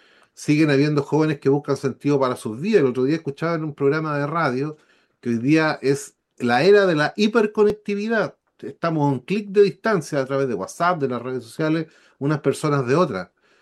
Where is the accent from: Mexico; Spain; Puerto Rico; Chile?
Chile; como decimos en Chile